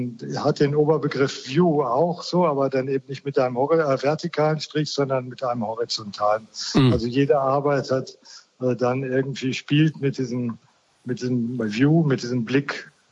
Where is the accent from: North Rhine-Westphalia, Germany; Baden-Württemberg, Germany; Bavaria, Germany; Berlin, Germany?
North Rhine-Westphalia, Germany; wir kommen ja aus Westfalen und da war natürlich der Mauerbau immer auch ein Thema bei uns in der Familie.